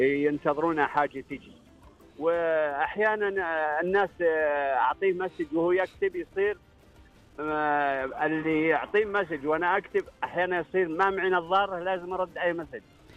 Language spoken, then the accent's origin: Arabic; Unaizah, Al-Qassim, Saudi Arabia; من عنيزة.